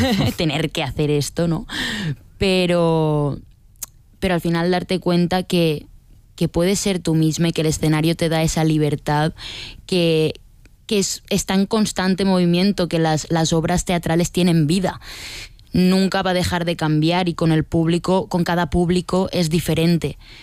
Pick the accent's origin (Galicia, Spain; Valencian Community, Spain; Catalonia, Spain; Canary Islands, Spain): Valencian Community, Spain; Cullera; Yo empecé en el Ateneo Musical de Cullera, de mi pueblo